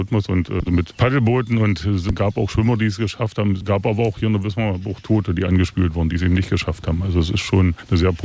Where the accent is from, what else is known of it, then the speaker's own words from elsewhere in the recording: Saxony-Anhalt, Germany; ich komme aus Sachsen-Anhalt